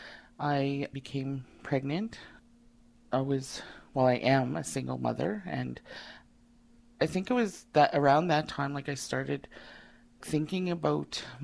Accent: Kikino, Alberta, Canada; I'm from the Kikino Métis Settlement in northern Alberta. I grew up in Kikino. I lived here all my life.

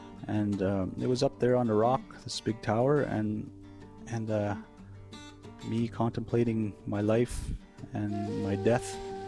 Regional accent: Kenora, Ontario, Canada; I'm from Kenora, Ontario. That's northwestern Ontario. I come from an Ojibwe reserve. The reserve name used to be Washagamis Bay and is now called Oboshkondagong. I grew up right by the lake

